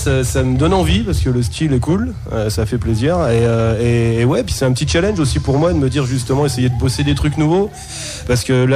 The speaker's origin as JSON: {"language": "French", "town": "Toul", "region": "Grand Est", "country": "France", "also_born_or_lived": "Antilles", "moved": "yes", "lives_now": "Chantraine, France", "said": "je suis chantrainois, du coup j'habite à Chantraine. Mm-hmm. Mais en fait je suis pas du coin, mais en fait je suis du coin d'ici, parce que je suis toulois, je suis né à Toul, du coup."}